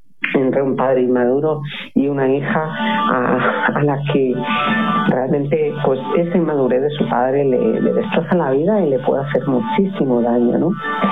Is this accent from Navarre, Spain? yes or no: yes; Pamplona, Navarre, Spain; yo vivía en Pamplona cuando era niña